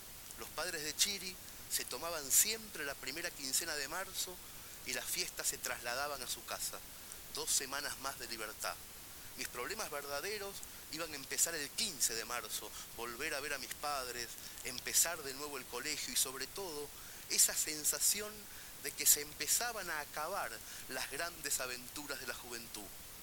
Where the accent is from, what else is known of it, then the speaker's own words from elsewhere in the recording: Mercedes, Buenos Aires Province, Argentina; En mi pueblo natal, en Mercedes, solamente nos quedábamos los peores, los que no estudiábamos nunca en invierno y teníamos que rendir una docena de materias.